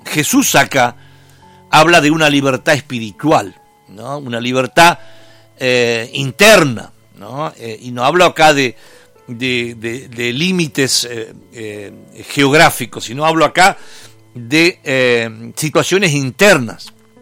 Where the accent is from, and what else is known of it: Argentina